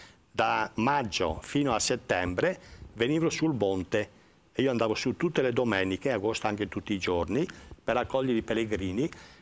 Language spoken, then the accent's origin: Italian; Bono, Sardinia, Italy; ho fatto un gemellaggio con il Bono Sardegna, il mio paese.